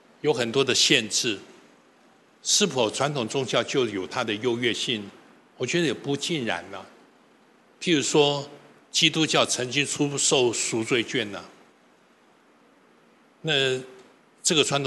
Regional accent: Taiwan; 所以为什么大陆人到台湾来的时候，他发现最美的是人？因为我们台湾人有个习惯，你去多位啊，我带你去。

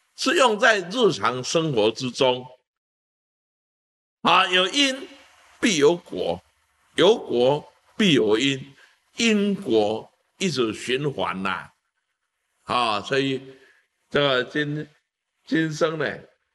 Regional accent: China; 啊，我们中国人还是重视伦理，所以世界四大文明只有中华民族的文明没有灭，其他都灭掉了

